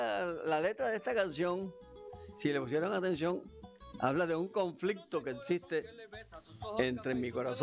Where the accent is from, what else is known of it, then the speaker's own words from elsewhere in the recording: Córdoba, Colombia; esta tierra, porque es que el sinú